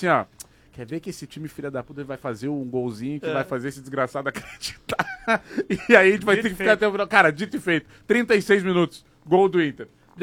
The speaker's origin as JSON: {"language": "Portuguese", "town": "Pinheiro Machado", "region": "Rio Grande do Sul", "country": "Brazil", "said": "Eu sou de Pinheiro Machado, meu."}